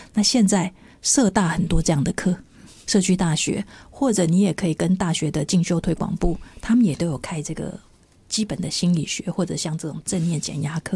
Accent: Taiwan; 我们台湾人有一种想法，

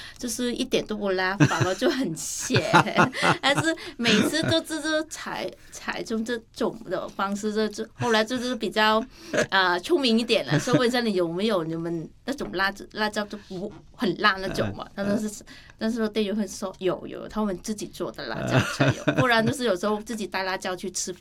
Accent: Vietnam; Chinese is a second language; now in Taiwan; 是因为我们越南人是比较喜欢吃辣和酸的食物

